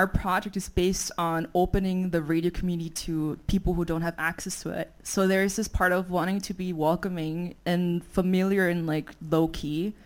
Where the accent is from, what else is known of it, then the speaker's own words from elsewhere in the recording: Vienna, Austria; I'm from Vienna. The ghost is also from Vienna.